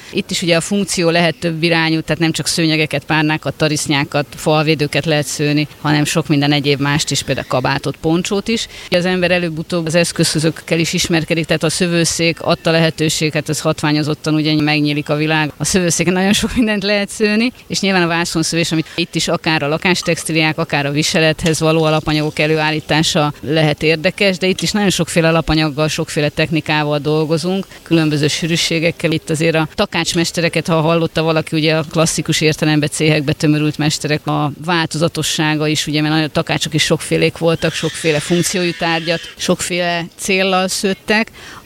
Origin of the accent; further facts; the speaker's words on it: Somogy, Hungary; Hát ugye én somogyi vagyok, kicsit hazabeszélek, mert ugye Somogynak is a szőttes hagyománya rendkívül gazdag